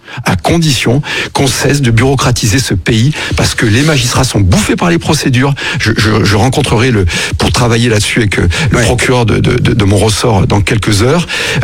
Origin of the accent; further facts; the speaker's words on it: France; Nous allons payer tous, en tant que Français